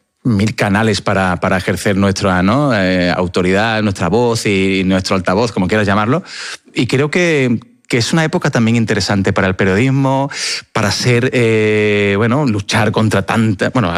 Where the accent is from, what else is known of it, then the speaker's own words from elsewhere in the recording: Seville, Andalusia, Spain; todo el mundo sabe que yo soy de Sevilla y soy de una ciudad que seguí con mucha pasión.